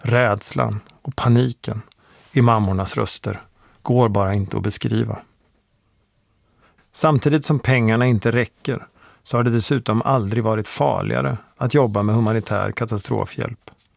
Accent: Borensberg, Östergötland, Sweden; när jag ibland träffar honom hemma i Borensberg utanför Motala där jag växte upp.

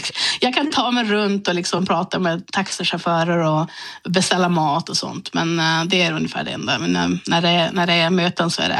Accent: Sweden; moved away; Nej, vi åker hem till Sverige.

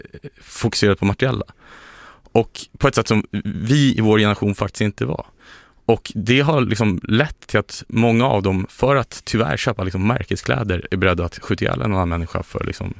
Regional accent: Stockholm, Stockholm County, Sweden; som svensk och som stockholmare

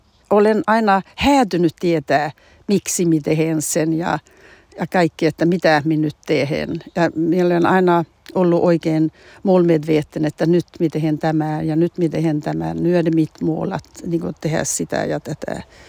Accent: Norrbotten County, Sweden; en minä usko, että se on niin kuin, että minä olen tornionlaaksolainen, mutta minä uskon, että se on minun persoonlighet.

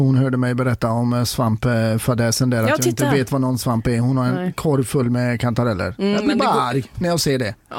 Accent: Sweden; jag växte upp på Dalaberg på 90-talet.

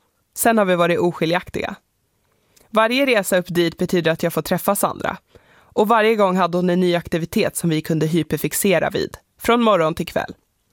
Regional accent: Lapland, Sweden; born there; Jag är född i södra Lappland.

